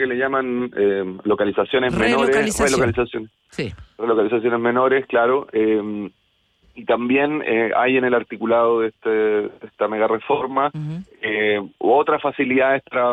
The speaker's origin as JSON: {"language": "Spanish", "country": "Chile", "said": "Yo tengo la impresión, creo que como cualquier chileno, que los procesos frente al Estado se demoran mucho"}